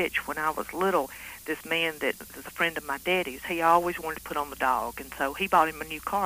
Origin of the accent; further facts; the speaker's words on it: Alabama, United States; I'm from South Alabama